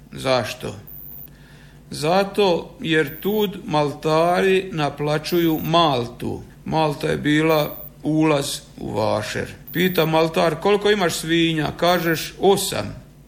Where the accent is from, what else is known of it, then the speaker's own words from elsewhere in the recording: Strizivojna, Osijek-Baranja County, Croatia; Mi iz Strizivojne smo bili orijentirani na Đakovački, Vrpoljački i Andrejevački vašer.